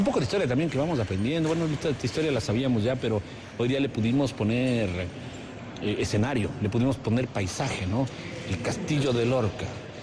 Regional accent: Quito, Pichincha, Ecuador; Yo soy de Quito

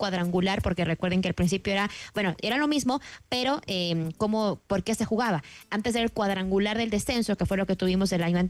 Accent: Ecuador

